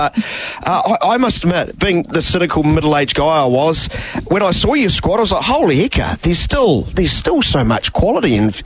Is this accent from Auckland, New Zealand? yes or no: no; Wellington, New Zealand; We're from Wellington